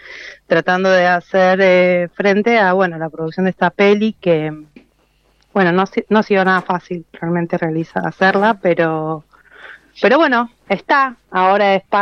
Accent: Mendoza, Argentina; lo debía yo fundamentalmente por eso de que soy un poco mendocina, viste, también.

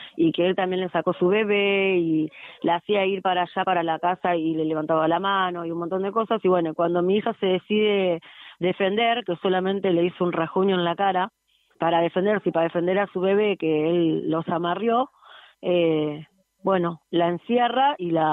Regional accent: General Pacheco, Buenos Aires Province, Argentina; nosotros somos de acá de Pacheco

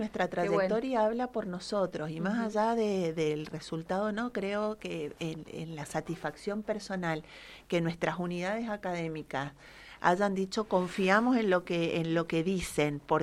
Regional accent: Argentina; nuestra historia como argentinos y argentinas

